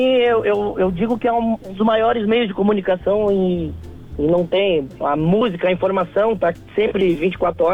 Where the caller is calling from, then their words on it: Tramandaí, Rio Grande do Sul, Brazil; que eu sou de Tramandaí